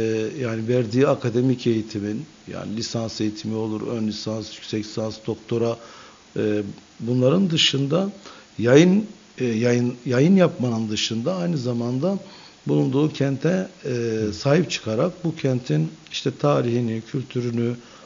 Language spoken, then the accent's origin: Turkish; Gercüş, Batman Province, Turkey; Batmanlıyım aslen, Gercüş ilçesinden. Gercüş'e bağlı da köy Kozlu köyü.